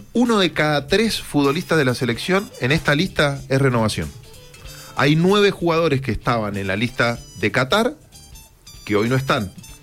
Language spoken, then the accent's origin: Spanish; Argentina; Somos argentinos y tenemos esa posibilidad de opinar.